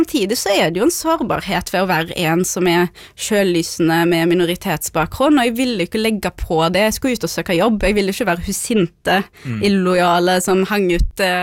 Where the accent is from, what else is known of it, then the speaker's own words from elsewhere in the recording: Haugesund, Rogaland, Norway; first language Norwegian; also born or lived in Beirut, Lebanon; jeg er oppvokst i Haugesund, jeg er født i Beirut, men jeg kom jo her da jeg var et halvt år gammel, så mitt primærspråk er jo norsk.